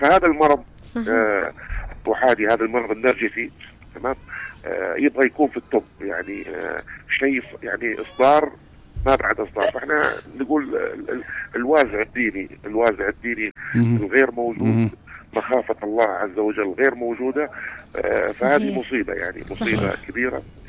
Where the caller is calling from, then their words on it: Yemen; حرب السعودية علينا الآن الشعب اليمني